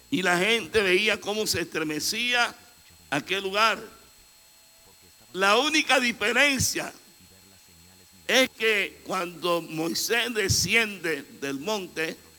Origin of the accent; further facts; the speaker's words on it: Progreso, Chiriquí, Panama; now in Boquete, Panama; yo vengo de Progreso, donde cada año se celebra la fiesta del arroz. ¿Por qué? Porque Progreso produce arroz.